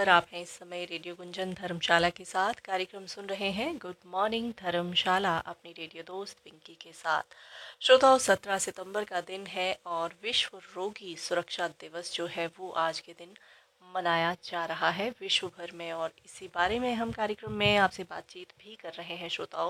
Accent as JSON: {"language": "Hindi", "region": "Himachal Pradesh", "country": "India", "said": "हमारे हिमाचल के पारंपरिक खाद्य पदार्थ"}